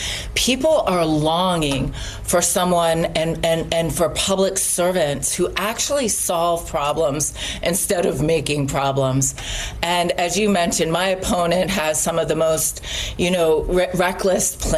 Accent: Youngstown, Ohio, United States; Look, I'm an Ohio girl through and through. I grew up in Youngstown, Ohio, the stuff

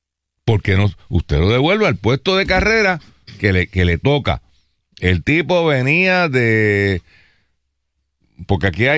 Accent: Puerto Rico; En nuestro país hay una presunción de culpabilidad en el foro político

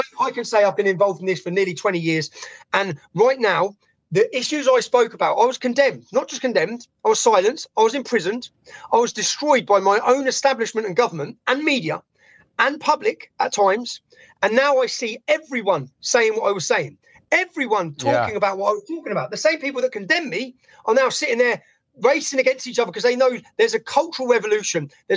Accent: Luton, East of England, United Kingdom; I grew up in a town 30 miles north of London called Luton Town. It has a population of 250,000 people.

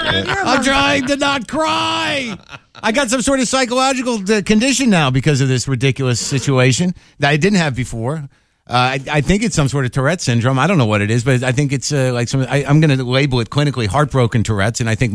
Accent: Albuquerque, New Mexico, United States; also born or lived in Boston; No, I grew up primarily in Albuquerque, New Mexico, actually.

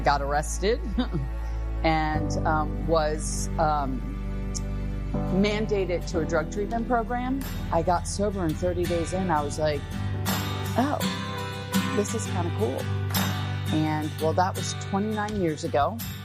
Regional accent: Baltimore, Maryland, United States; I grew up in Baltimore, Maryland, with a single mom who had drug problems, and it was rough.

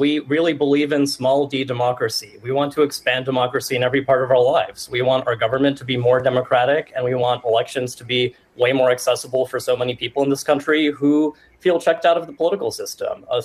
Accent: New York City, New York, United States; Rudy Giuliani was mayor when I was growing up in New York City.

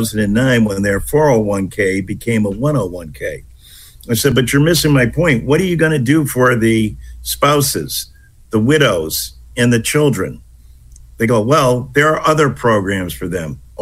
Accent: East Hartford, Connecticut, United States; my hometown of East Hartford.

